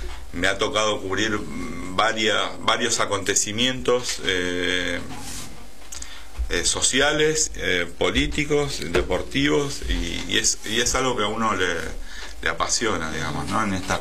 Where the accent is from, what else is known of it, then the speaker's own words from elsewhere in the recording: Quilmes, Buenos Aires Province, Argentina; La secundaria me fui a vivir a Capital. Pero bueno, soy nacido y criado en Quilmes y la verdad que la siento como propia, por eso después volví al territorio a trabajar.